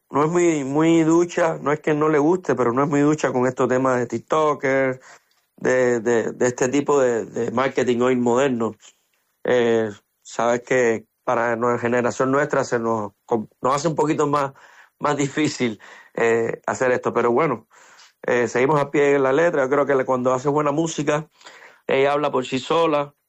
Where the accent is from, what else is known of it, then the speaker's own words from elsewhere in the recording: Cuba; moved away; Porque venimos de Cuba, una isla que a pesar de todos los problemas que tiene, yo creo que pronto va a estar más viva que nunca.